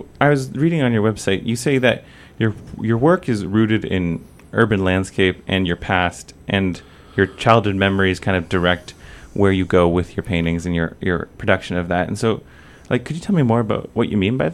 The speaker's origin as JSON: {"language": "English", "town": "Hamilton", "region": "Ontario", "country": "Canada", "tie": "born or raised there", "said": "as someone who has grown up here"}